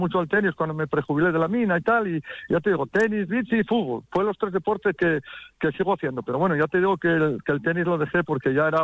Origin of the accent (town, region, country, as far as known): Turón, Asturias, Spain